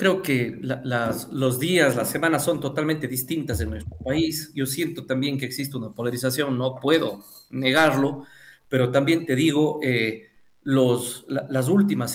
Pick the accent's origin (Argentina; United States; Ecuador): Ecuador